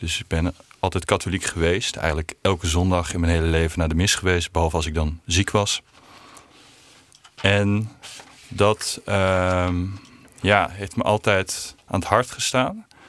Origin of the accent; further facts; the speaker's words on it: Belgium; also born or lived in Netherlands; Ja, zoals gezegd … Ik ben opgegroeid in België. Mijn ouders zijn wel Nederlands, dus dat maakt me een soort van Nederbelg. Ik ben later gaan studeren in Nederland.